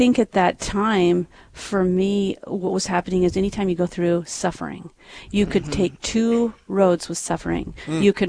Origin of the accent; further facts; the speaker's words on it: Great Falls, Montana, United States; moved away as an adult; now in Bismarck, United States; A really blessing to be in Bismarck, North Dakota. We're from Great Falls, Montana, born and raised Montanans, and we've been here for 2 years now.